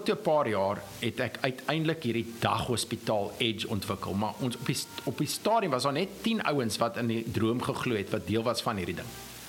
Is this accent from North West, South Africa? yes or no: no; KwaZulu-Natal, South Africa; moved away as an adult; also born or lived in Stellenbosch; ek groot geword op plaas in Natal en my ma was Afrikaans. So, en Stellenbosch geswat, toe weer bloem